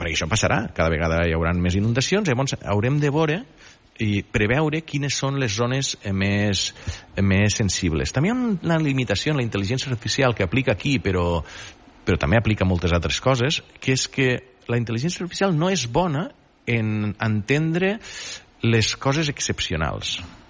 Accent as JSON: {"language": "Catalan", "region": "Catalonia", "country": "Spain", "said": "jo sóc de les Terres de l'Ebre i allí històricament hi ha hagut problemes i de barrancs"}